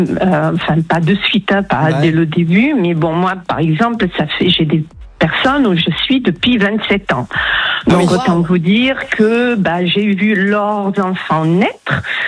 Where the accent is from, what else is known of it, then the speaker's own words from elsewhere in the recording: Toulouse, Occitanie, France; Alors, je suis de Toulouse, au soleil.